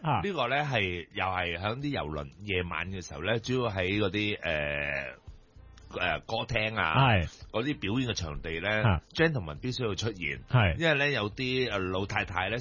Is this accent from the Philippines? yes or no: yes; Philippines; Cantonese is a second language; 我哋菲律賓人，